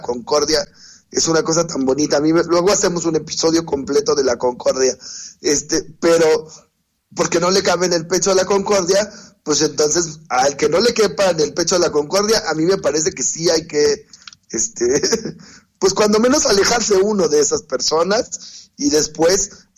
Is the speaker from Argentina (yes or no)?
no; Mexico; nosotros somos mexicanos